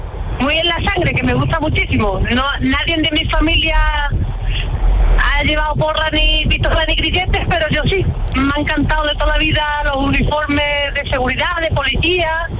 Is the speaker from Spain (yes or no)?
yes; Peñarroya-Pueblonuevo, Andalusia, Spain; Pues soy de Peñarroya, por lo nuevo.